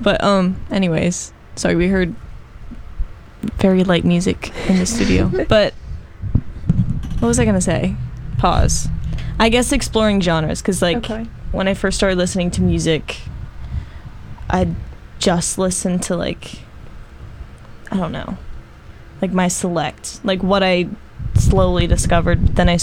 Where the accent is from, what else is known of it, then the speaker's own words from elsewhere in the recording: Greenville, United States; they came to my hometown, right, in Greenville